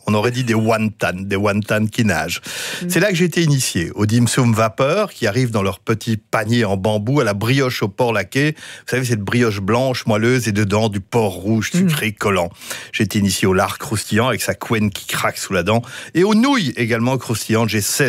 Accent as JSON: {"language": "French", "country": "Belgium", "said": "chez nous à Uccle et à Liège"}